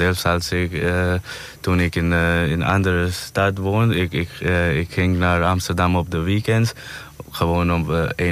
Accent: India; Dutch is a second language; now in Netherlands; Ik kom uit India.

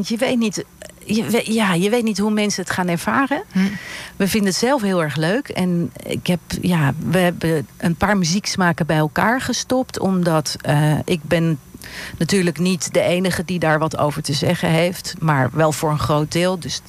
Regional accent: Wenum-Wiesel, Gelderland, Netherlands; moved away as an adult; also born or lived in Amsterdam; ik ben opgegroeid in Wiesel. Mm-hmm. Dat heette vroeger Wiesel, nu Wenum-Wiesel. Op landgoed De Ploeg. Dat is een boerderij. En daarna ben ik naar Amsterdam verhuisd.

